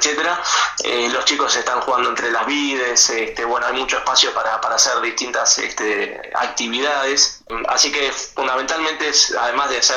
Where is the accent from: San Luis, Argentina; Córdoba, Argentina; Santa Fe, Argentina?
Santa Fe, Argentina; Venado Tuerto; now in Buenos Aires, Argentina; Yo soy originalmente de Venado Tuerto